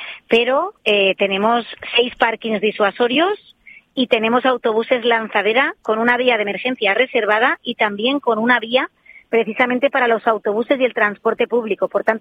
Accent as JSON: {"language": "Spanish", "country": "Spain", "said": "aquí somos todos de última hora, que somos españoles"}